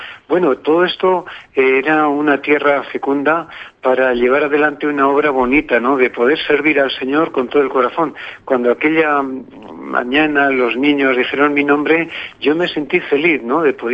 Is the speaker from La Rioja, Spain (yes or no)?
yes; Cordovín, La Rioja, Spain; ver sobre todo la fe tan bella que había en mi pueblo, en este pueblo tan bonito de Cordobín, donde la viña es lo más bonito, el vino, etcétera.